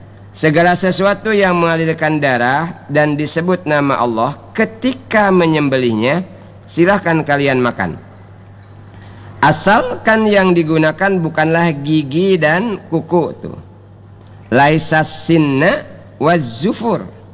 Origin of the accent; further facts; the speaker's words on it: Bangka Belitung Islands, Indonesia; kalau pakai pisau bisa terputus kuteng, kata kita orang Bangka.